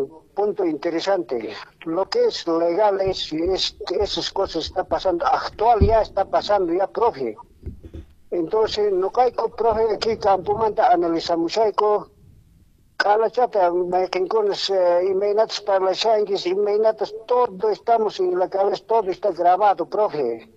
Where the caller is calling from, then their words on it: Peru; yo soy de Vista Alegre, Santa Cara.